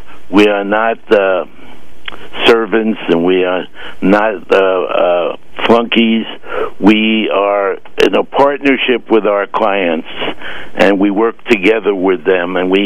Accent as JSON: {"language": "English", "town": "New York City", "region": "New York", "country": "United States", "tie": "born or raised there", "said": "Well, very briefly, I was born in Manhattan."}